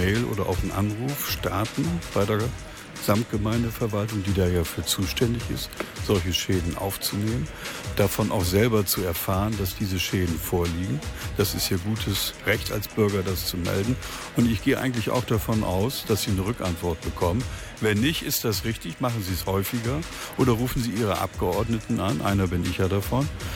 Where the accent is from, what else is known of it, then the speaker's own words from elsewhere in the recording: Kirchdorf, Lower Saxony, Germany; ich komme aus der Gemeinde Kirchdorf